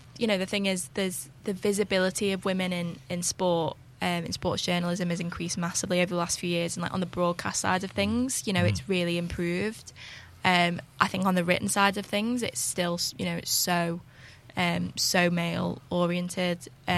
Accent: Widnes, North West England, United Kingdom; So I'm from Widnes.

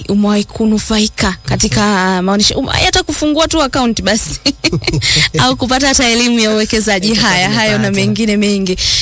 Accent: Tanzania; hapa nchini kwetu Tanzania.

